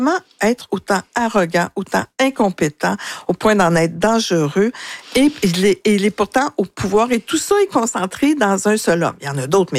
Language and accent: French; Quebec, Canada; Alors donc, en tant que Québécois, ça ne devrait pas m'intéresser la piscine.